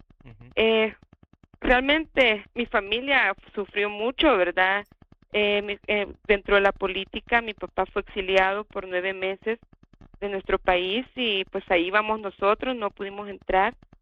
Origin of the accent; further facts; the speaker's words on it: El Salvador; Soy del Salvador. ¿Verdad? Y mi trasfondo familiar creo que es igual al de muchas personas. Yo soy la tercera de 5 hermanos. Crecí en un hogar muy, muy religioso, ¿verdad?